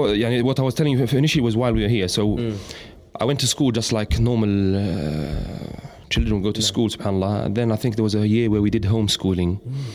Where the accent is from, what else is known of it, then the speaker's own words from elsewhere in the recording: Jordan; moved away; also born or lived in Morocco; So he decided to look for another place, even though we are from Jordan originally